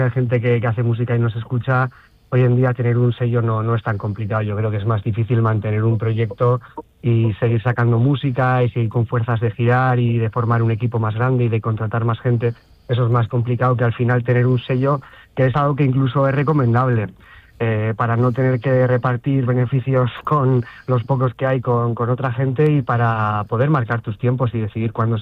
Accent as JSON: {"language": "Spanish", "town": "Pamplona", "region": "Navarre", "country": "Spain", "said": "nosotros somos de Pamplona"}